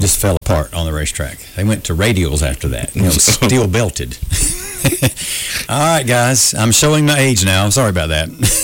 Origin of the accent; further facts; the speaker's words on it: Wartburg, Tennessee, United States; I'm in my early 20s, just moved back to Wartburg, my hometown